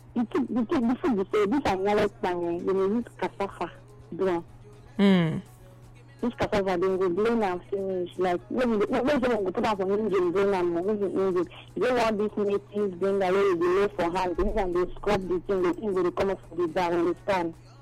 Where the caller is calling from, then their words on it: Calabar, Cross River, Nigeria; Okay, so me, I'm from Cross River State, Calabar.